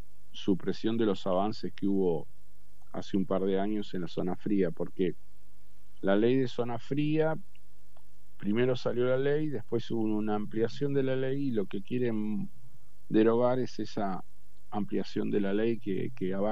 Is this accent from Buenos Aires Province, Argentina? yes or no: yes; San Miguel, Buenos Aires Province, Argentina; yo soy de San Miguel, provincia de Buenos Aires. En San Miguel hace parte del AMBA, ¿no?